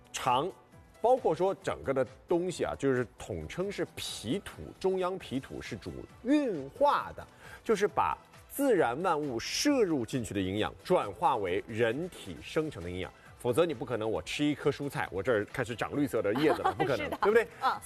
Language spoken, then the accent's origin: Chinese; Hangzhou, Zhejiang, China; moved away; 这就要说到胡庆余堂是我老家的产品